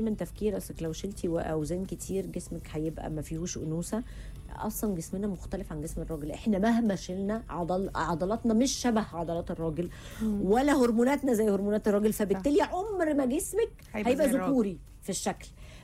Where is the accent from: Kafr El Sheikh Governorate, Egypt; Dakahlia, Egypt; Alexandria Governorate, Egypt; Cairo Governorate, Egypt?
Cairo Governorate, Egypt; Shubra; اتولدت في شبرا. يعني عشت اول سنين من عمري في شبرا في بيت جدتي امي